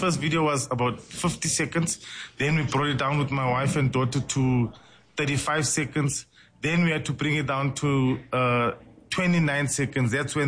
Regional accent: Johannesburg, Gauteng, South Africa; born there; also born or lived in Papazela, Malamulele / Annandale; My father is Tsonga, and I grew up in Orlando West. Then we moved to Annadale, and I've got a Tswana wife, a beautiful Tswana wife.

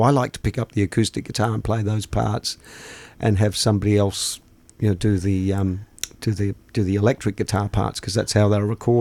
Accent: Malmesbury, Victoria, Australia; I'm from Malmesbury, down the road.

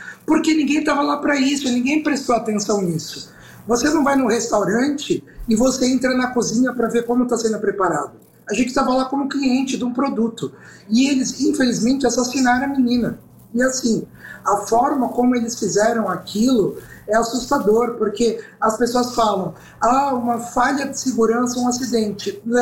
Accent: São Paulo, Brazil; Eu sou do litoral, aqui da Baixada.

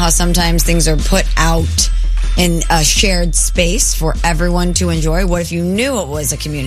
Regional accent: Midwest, United States; now in New York City, United States; I don't say I'm a New Yorker. I live in New York City. I love New York, but I'm a Midwesterner.

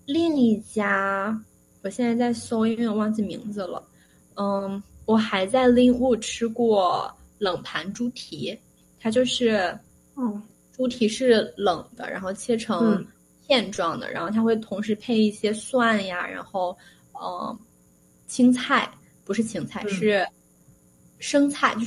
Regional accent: Shandong, China; moved away; 我是山东人，

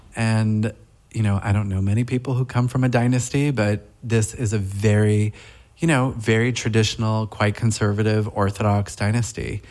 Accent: Brooklyn, New York, United States; I say that I'm from deep coastal Brooklyn, and my family made chocolate syrup.

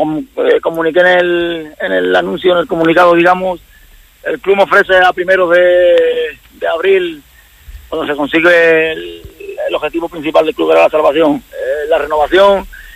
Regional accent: Lepe, Andalusia, Spain; soy del EPE

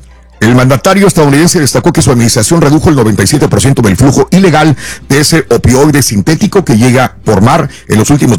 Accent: Mexico; No pasa nada. Somos mexicanos, ¿verdad, Carita?

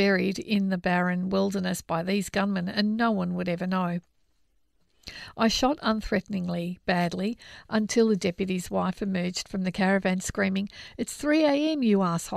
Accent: United Kingdom; moved away as an adult; now in Australia; Growing up in Britain, no one I knew had a gun, and licences were practically impossible to obtain, which brings me to my first week in Australia as a newly landed migrant.

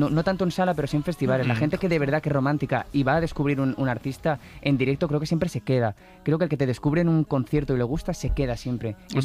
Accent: Valencian Community, Spain

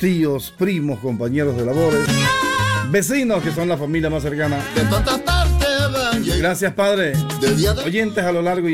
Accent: Santiago, Veraguas, Panama; moved away; Ese soy yo

